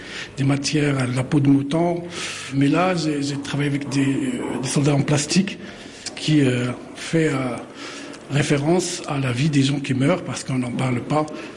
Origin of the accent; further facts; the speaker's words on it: Tangier, Tanger-Tetouan-Al Hoceima, Morocco; Cette œuvre, je l'ai fait par une expérience personnelle en grandissant à Tanger.